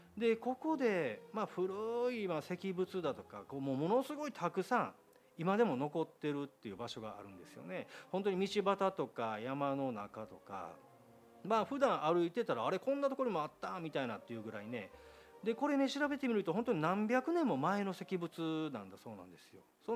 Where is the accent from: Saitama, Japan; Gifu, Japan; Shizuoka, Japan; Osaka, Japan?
Osaka, Japan; Higashiosaka; now in Kyoto, Japan; もともとはね先ほどもお伝えした通り東大阪、先ほどお伝えしたかどうかは忘れましたけども、大阪生まれなんですよね、大阪育ちで。でも今はね人生の半分以上京都で育ってる